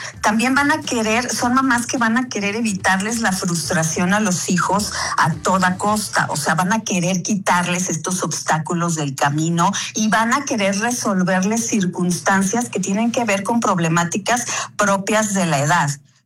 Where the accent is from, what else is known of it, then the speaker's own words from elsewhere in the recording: Mexico; nosotros como mexicanos festejamos